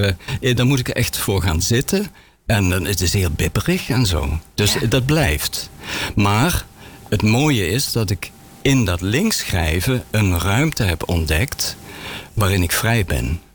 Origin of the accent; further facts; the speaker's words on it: Limburg, Netherlands; Jungske zei … ik kom uit Zuid-Limburg, daar ben ik opgegroeid.